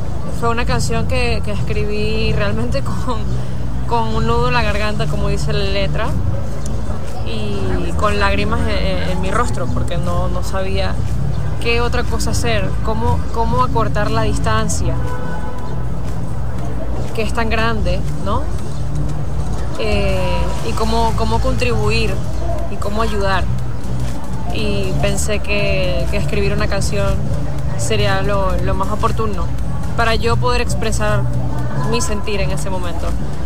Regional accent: Venezuela; moved away

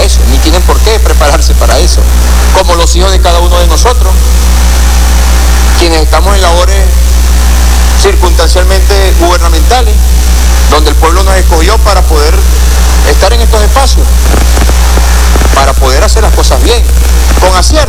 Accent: Monagas, Venezuela; lo hago como monaguense, como venezolano

